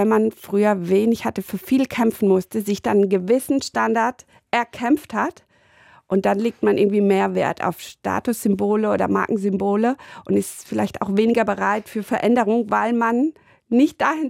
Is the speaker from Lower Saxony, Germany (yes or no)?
no; Rhineland-Palatinate, Germany; ich komme aus Westdeutschland, aus der Südpfalz